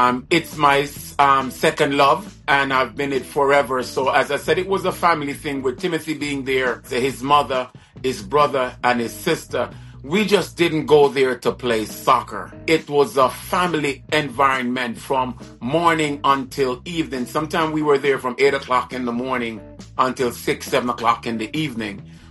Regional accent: Jamaica; now in Queens, United States; We are from Jamaica. My sister and I, we are from Jamaica.

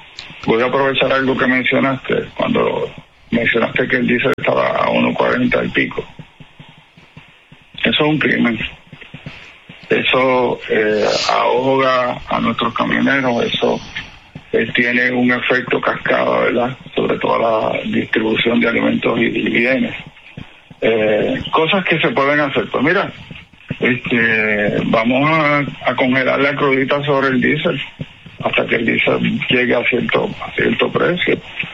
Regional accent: Puerto Rico

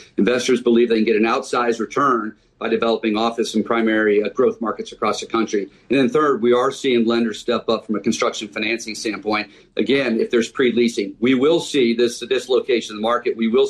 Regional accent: Detroit, Michigan, United States; I'm from Detroit, Michigan, so I can pick on Detroit.

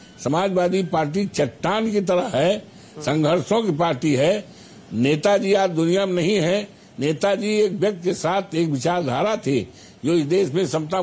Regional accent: Ayodhya, Uttar Pradesh, India; born there; हम पैदाइशी यहीं से हैं

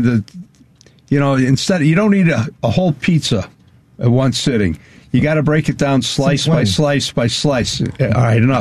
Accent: Chicago, Illinois, United States; We're the boys from Bridgeport, talking about all things relative to the history, the culture, the politics, and the livability of Chicago.

